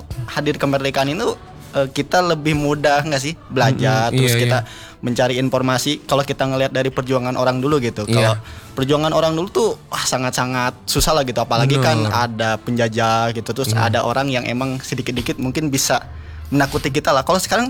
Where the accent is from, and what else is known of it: Garut, West Java, Indonesia; born or raised there; now in Bandung, Indonesia